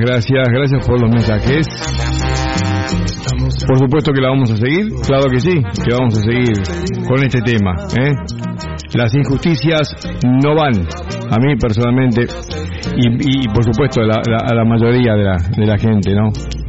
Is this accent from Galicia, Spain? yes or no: yes; Galicia, Spain; Tengo tiempo, tengo paciencia, soy gallego.